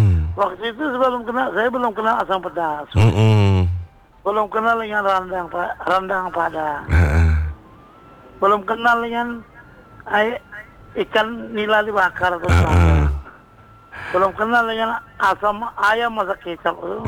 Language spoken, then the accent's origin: Indonesian; West Kalimantan, Indonesia; Kampung saya kampung Olong kan enggak asli lagi sekarang. Komplet perumahan beli di mana-mana, kan lah jadi kota kabupaten kan?